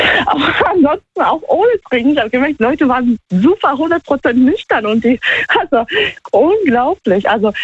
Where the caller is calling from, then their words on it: Trier, Rhineland-Palatinate, Germany; Hier, Trier.